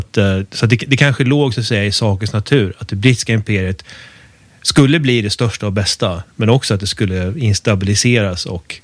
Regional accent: Sweden; man som svensk

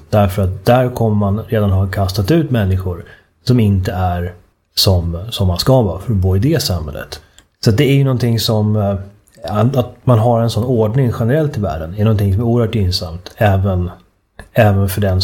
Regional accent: Sweden; Det är också intressant som svensk att kontemplera ett sånt där exempel.

